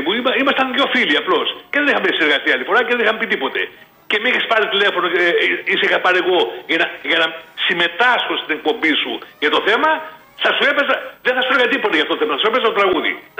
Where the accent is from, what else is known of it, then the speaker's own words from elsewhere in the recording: Central Greece, Greece; moved away; τον Αύγουστο είχα μια συναυλία στην πατρίδα μου και σε ένα χωριό που λέγεται Αγιάννης, που είναι κοντά στο Αλιβέρι